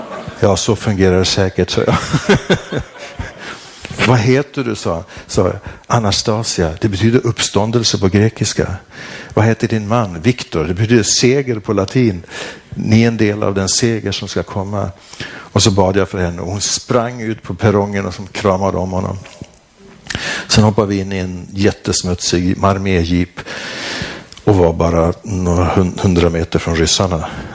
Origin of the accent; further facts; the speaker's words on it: Sweden; jag är präst från Sverige.